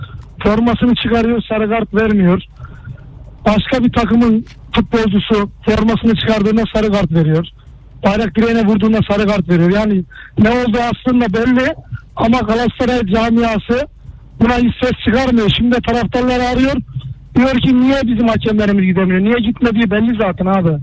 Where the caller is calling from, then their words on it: Istanbul, Turkey; İstanbul'dan arıyorum.